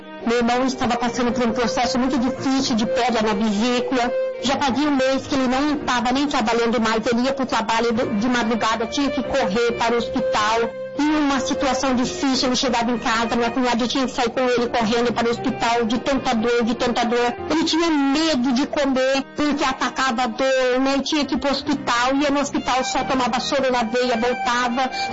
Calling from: Piracicaba, São Paulo, Brazil; sou da cidade de Piracicaba.

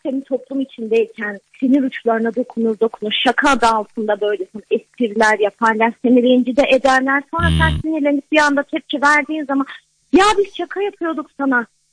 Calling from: Gaziantep, Turkey; Ben Gaziantep'ten arıyorum.

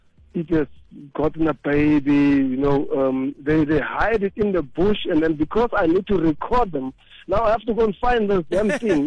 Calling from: Kimberley, Northern Cape, South Africa; From Kimberley, Northern Cape.

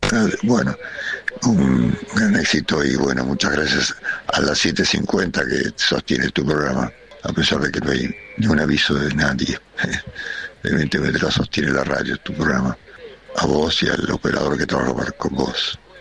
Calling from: Wilde, Buenos Aires Province, Argentina

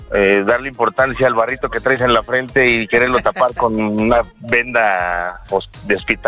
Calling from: Mexico City, Mexico; Del meritito Tlalpan

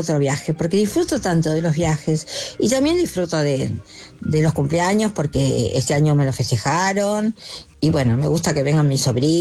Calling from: Belgrano, Buenos Aires, Argentina; Bueno, un beso grande

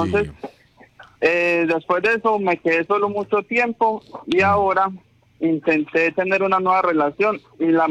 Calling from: San Carlos, Antioquia, Colombia; yo soy de San Carlos, Antioquia.

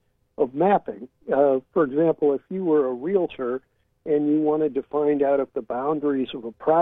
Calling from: San Francisco, California, United States; I'm calling you from San Francisco.

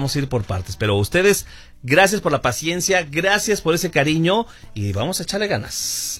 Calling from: Iztapalapa, Mexico City, Mexico; … de Iztapalapa.

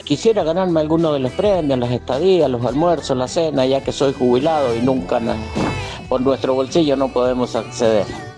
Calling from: Luján, Buenos Aires Province, Argentina

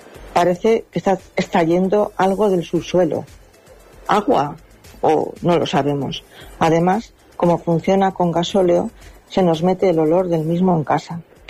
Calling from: Zaragoza, Aragon, Spain; soy una vecina de la Romareda.

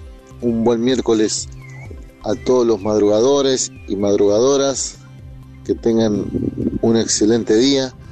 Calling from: Capitán Bermúdez, Santa Fe, Argentina; de Capitán Bermúdez.

